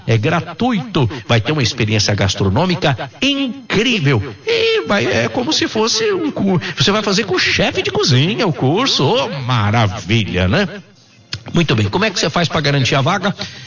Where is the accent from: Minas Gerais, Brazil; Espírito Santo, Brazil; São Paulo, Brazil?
Minas Gerais, Brazil; Eu falo zap, né? Porque eu sou mineiro